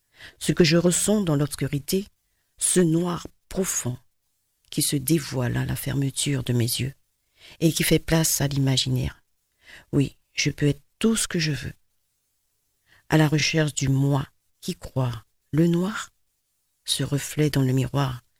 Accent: French Guiana; Un petit peu tout, puis beaucoup de zouk, puisque je suis guyanaise.

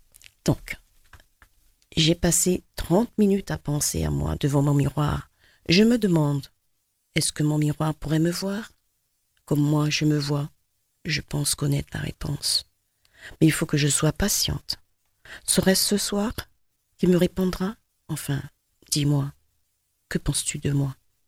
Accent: French Guiana; je suis guyanaise.

